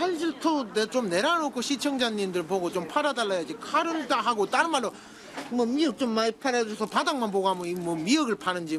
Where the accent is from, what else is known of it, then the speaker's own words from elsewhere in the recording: Ulsan, South Korea; moved away; 울산 우리 고향에서 또 많이 응원해 주시는 바람에